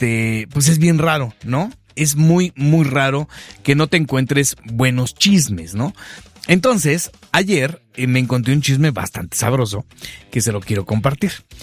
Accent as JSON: {"language": "Spanish", "town": "Guadalajara", "region": "Jalisco", "country": "Mexico", "said": "somos de Guadalajara"}